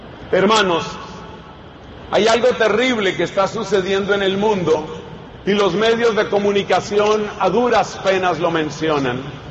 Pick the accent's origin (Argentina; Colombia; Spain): Colombia; En una de las comunidades católicas de oración en mi país llega una noticia. Esa noticia es que una compañerita de una niña que asiste a nuestra comunidad de oración allá en Bogotá